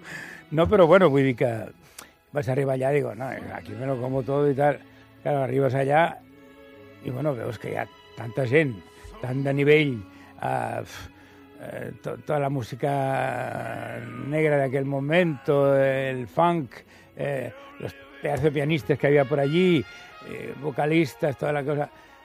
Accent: Valencia, Valencian Community, Spain; moved away as an adult; jo sempre havia cantat en francès, des de petit, a València

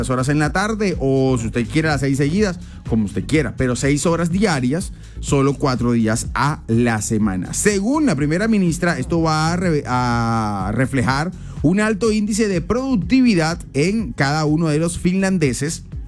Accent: Colombia; born there; soy nacido en Colombia, pero me percibo como un finlandés

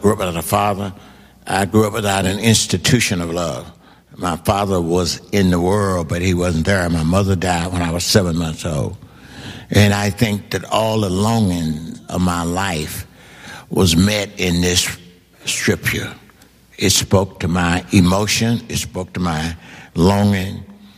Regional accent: Mississippi, United States; because I was coming from Mississippi. And I remember that we had been semi-slaves, so I understood that.

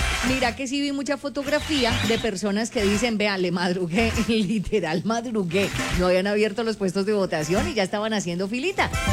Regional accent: Cauca, Colombia; nuestro derecho como caucanos, como colombianos.

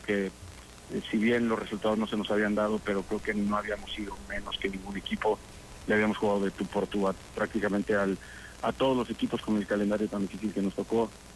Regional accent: Mexico; la verdad que te das cuenta que como mexicanos también podemos competir

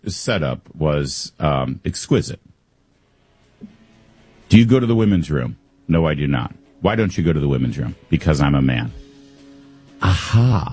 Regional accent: Michigan, United States; I'm from Michigan. I speak Michigan sarcasm.

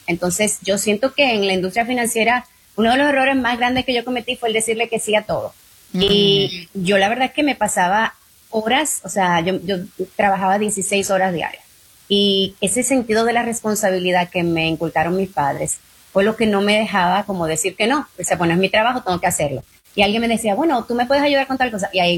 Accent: Dominican Republic; yo soy latina, que vine de República Dominicana y soy mujer y soy ingeniero.

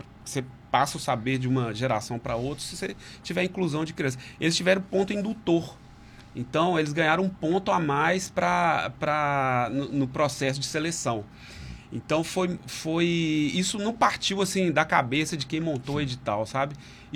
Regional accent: Minas Gerais, Brazil; now in Maceió, Brazil; eu sou de Minas Gerais.

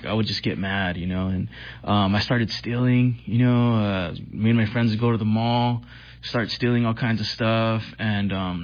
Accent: California, United States; I grew up in Cali. My father is... basically came across the border from Mexico when he was 5.

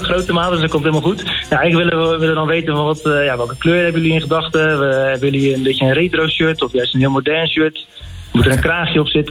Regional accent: Rotterdam, South Holland, Netherlands; born there; Ja, geboren in Rotterdam.

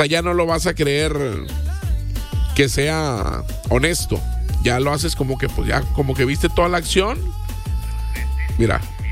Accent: Mexico

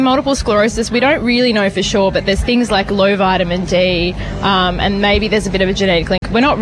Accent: Launceston, Tasmania, Australia; I am. I'm from Launceston.

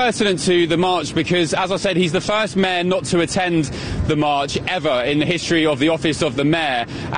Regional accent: United Kingdom; And as a Brit, I was really, I mean, we have our own problems in London, let me tell you, but I was particularly shocked by that.

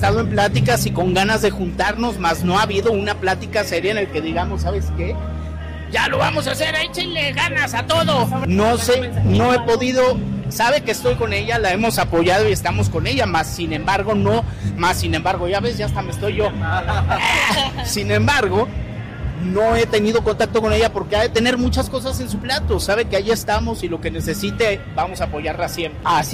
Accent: Mexico; un amor que tenemos por nuestro país y como mexicanos.

